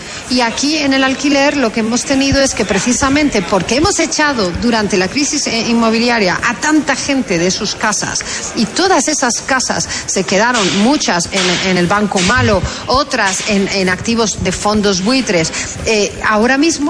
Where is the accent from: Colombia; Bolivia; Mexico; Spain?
Spain; Madrid, Community of Madrid; Yo soy de Madrid, pues Madrid para los madrileños y Sevilla para los sevillanos